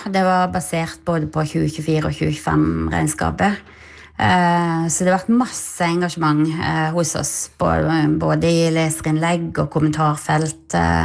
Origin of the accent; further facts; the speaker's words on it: Vennesla, Agder, Norway; now in Notodden, Norway; Jeg fra Vennesla i Agder, så ja, men, jeg er fra et lidested